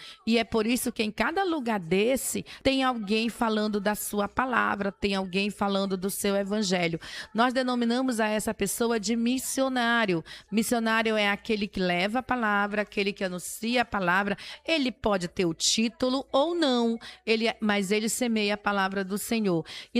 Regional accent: Brazil; nós, como bons brasileiros

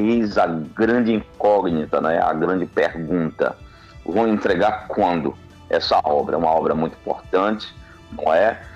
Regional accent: Bahia, Brazil; aqui no Baixo Sul da Bahia, que é uma região de onde eu sou oriundo

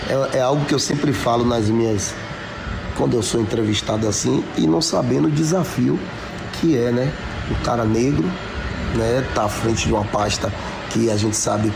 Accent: Terra Nova, Bahia, Brazil; also born or lived in Salvador, Brazil; a minha cidade, Terra Nova, que eu tenho 39 anos, né? Que moro aqui em Terra Nova, sou filho daqui. Sou filho de Salvador, mas me criei a vida toda aqui em Terra Nova.

